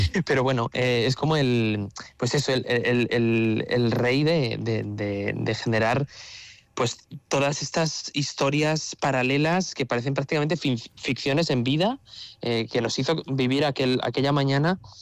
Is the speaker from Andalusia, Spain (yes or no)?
no; Madrid, Community of Madrid, Spain; yo soy de Madrid